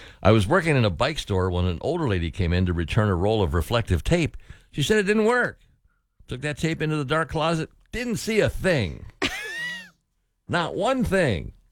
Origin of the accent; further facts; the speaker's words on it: Cleveland, Ohio, United States; born there; I was born in Cleveland, Ohio.